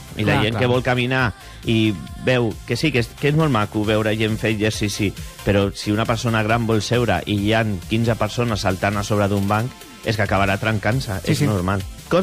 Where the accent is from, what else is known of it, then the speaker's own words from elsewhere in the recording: Sant Cugat del Vallès, Catalonia, Spain; Sant Cugat del Vallès, de tota la vida.